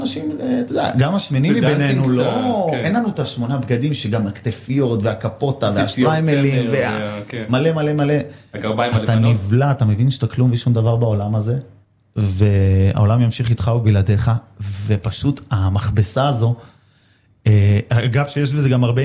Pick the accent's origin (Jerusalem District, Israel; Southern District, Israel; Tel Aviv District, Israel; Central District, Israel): Jerusalem District, Israel; Jerusalem; אני כירושלמי